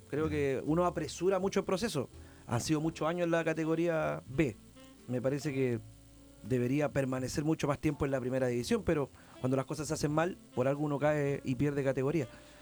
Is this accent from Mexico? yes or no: no; Viña del Mar, Valparaíso, Chile; yo crecí en Santa Inés, crecí en Santa Julia. estoy en Gómez Carreño, donde gran parte son evertonianos y no tengo ni un problema. Compartí con mucha gente de los del Cerro cuando vivía en Santa Inés